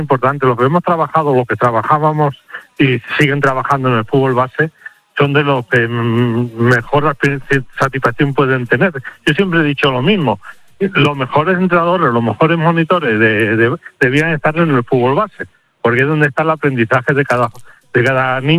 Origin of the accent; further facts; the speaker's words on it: Spain; bueno, como español, pues sientes alegría y sientes emoción y todo eso.